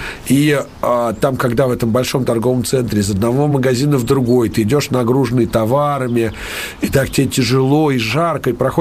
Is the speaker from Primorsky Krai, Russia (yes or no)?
no; Moscow, Russia; мы, москвичи